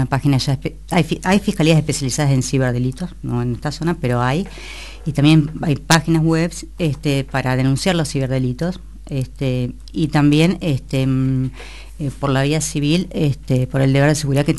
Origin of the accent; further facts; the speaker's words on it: General Villegas, Buenos Aires Province, Argentina; born there; moved away; yo soy nativa de Villegas